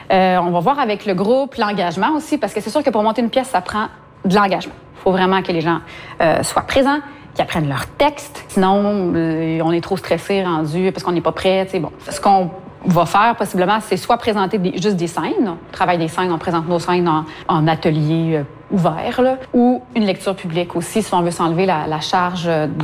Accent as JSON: {"language": "French", "region": "Quebec", "country": "Canada", "said": "on est Québécois"}